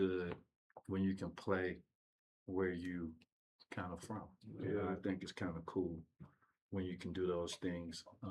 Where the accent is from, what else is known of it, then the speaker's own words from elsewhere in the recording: Gary, Indiana, United States; and I'm being from Gary, Indiana at that time, man.